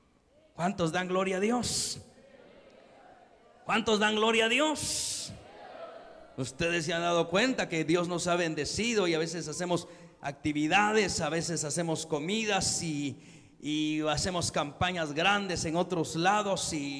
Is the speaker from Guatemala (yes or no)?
yes; Guatemala; born there; decían allá en mi pueblo